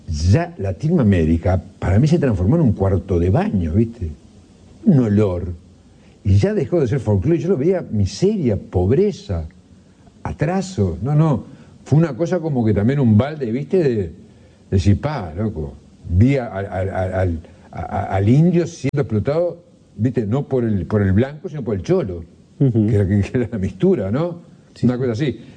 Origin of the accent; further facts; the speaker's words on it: Uruguay; yo no soy gringo, soy uruguayo.